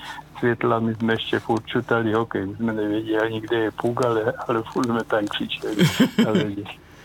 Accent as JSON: {"language": "Czech", "town": "Milotice", "region": "South Moravian Region", "country": "Czechia", "tie": "born or raised there", "moved": "as an adult", "lives_now": "Kyjov, Czech Republic", "said": "já jsem se narodil od Kyjova 7 kilometrů v Mihotici, je tam krásný zámek, pěkný rybník, kde bývalo v létě obležené aj Kyjoviáka, protože tady neměli koupaliště."}